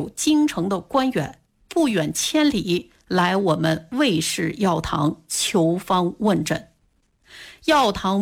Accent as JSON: {"language": "Chinese", "town": "Suzhou", "region": "Jiangsu", "country": "China", "tie": "born or raised there", "said": "出生在江苏苏州的木渎古镇。"}